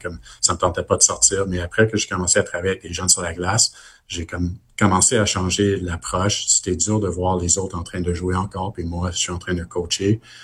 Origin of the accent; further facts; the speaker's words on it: Montreal, Quebec, Canada; Même si j'ai grandi à Montréal, moi, c'est sûr que je suis un fan de Montréal, mais mon fils, comme il est à Ottawa, j'ai pas le choix de lui introduire au Sens.